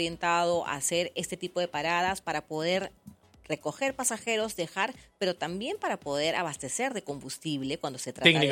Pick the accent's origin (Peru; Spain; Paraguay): Peru